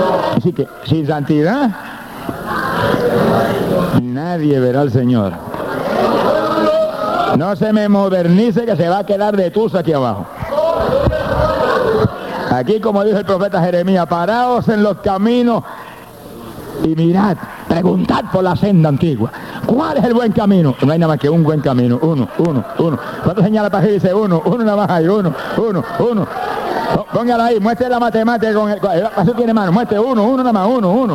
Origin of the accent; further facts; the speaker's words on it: Puerto Rico; Tienen que llevar una voz de alerta a mi pueblo porque mi iglesia duerme en Puerto Rico.